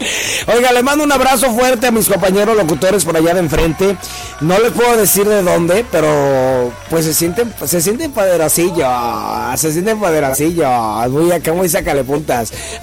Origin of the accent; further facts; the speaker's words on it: Iztapalapa, Mexico City, Mexico; Yo soy de Iztapa, por eso lo digo.